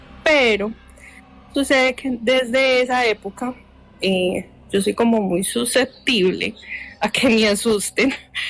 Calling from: Armenia, Quindío, Colombia; yo vivo en Armenia.

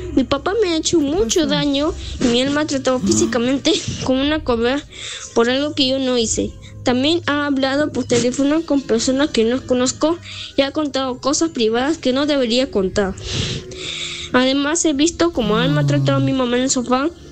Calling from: Lima, Peru; Tengo 11 años y vivo en Lima.

